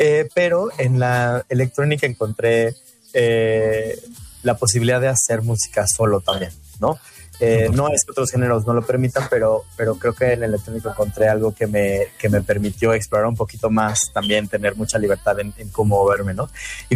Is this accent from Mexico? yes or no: yes; Mexico; no conocía más que mi país natal, México.